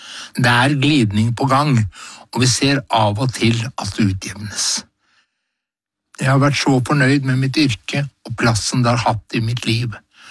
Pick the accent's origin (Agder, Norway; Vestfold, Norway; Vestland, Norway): Vestfold, Norway; Horten; moved away as an adult; now in Oslo, Norway; som var mitt første stopp som florist og blomsterdekoratør da jeg kom fra Horten til hovedstaden på 70-tallet.